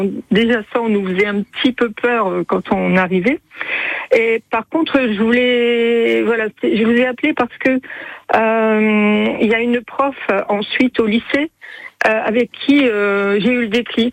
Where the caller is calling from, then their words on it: Lille, Hauts-de-France, France; j'ai 69 ans. Donc, je suis lilloise. Là, je séjourne dans le Périgord pendant les vacances.